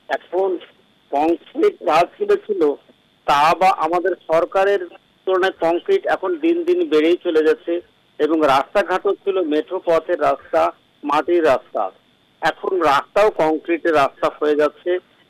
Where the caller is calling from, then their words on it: Raninagar, West Bengal, India; আমি রানীনগর বাজার থেকে